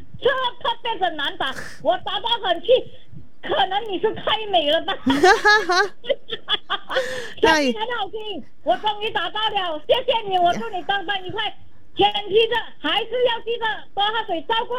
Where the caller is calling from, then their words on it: Malacca, Malaysia; 阿姨姐早上好，我是来自马六甲的